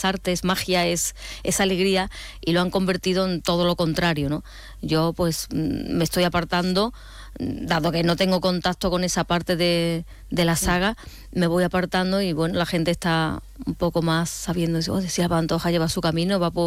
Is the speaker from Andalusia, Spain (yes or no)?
yes; Seville, Andalusia, Spain; moved away as an adult; also born or lived in Mexico / Madrid; now in Zaragoza, Spain; me siento orgullosa cuando estoy en Sevilla, es mi tierra, por supuesto, voy a Madrid, que me encanta, he estado en México, me ha encantado también